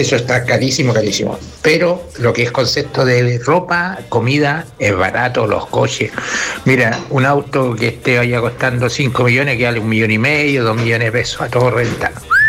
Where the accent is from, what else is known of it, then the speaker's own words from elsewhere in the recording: Chile; now in Canary Islands, Spain; Echo de menos mi tierra, no puedo decir que no. Echo de menos ir al Persa, andar para allá, para acá, esos lugares donde venden tanto cachureo.